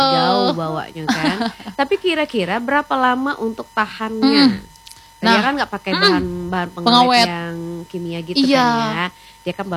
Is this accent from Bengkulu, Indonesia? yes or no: yes; Bengkulu, Indonesia; kita sebagai orang Bengkulu